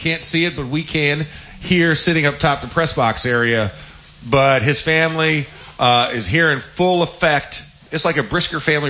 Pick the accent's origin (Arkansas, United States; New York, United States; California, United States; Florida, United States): Florida, United States; I'm from Florida. You know, I went to University of Florida.